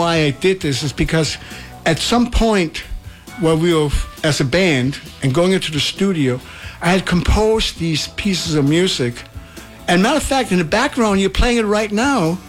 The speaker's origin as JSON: {"language": "English", "country": "Denmark", "second_language": "English", "moved": "yes", "lives_now": "United States", "said": "I came from Denmark. I knew that America is the promised place, like a promised land."}